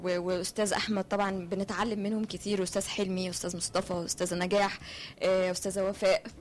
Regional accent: Port Said, Port Said Governorate, Egypt; انا اصلا اصلي من بورسعيد، فاعرف ان الاوردر مثلا النهارده، فاجي من بورسعيد من اخر الدنيا

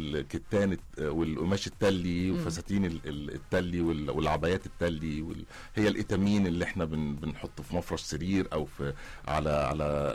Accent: Egypt; إحنا كمان كمصريين

